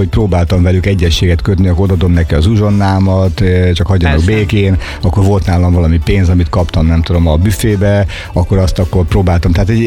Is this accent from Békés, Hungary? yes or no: yes; Battonya, Békés, Hungary; Én Batonyán nőttem fel, egy kis faluban ráadásul, tehát hogy nem is egy nagy város elhagyatott utcái, hanem ott mindenki ismert mindenkit